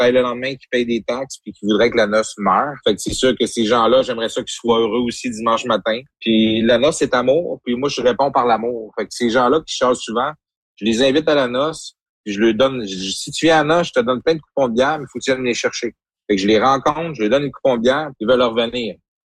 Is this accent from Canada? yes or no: yes; Saguenay, Quebec, Canada; moi, je viens de Chicoutimi, toute ma famille est ici.